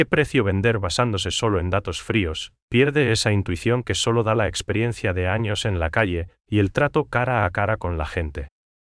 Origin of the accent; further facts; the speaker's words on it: Paraguay; esa calidez que nos caracteriza como paraguayos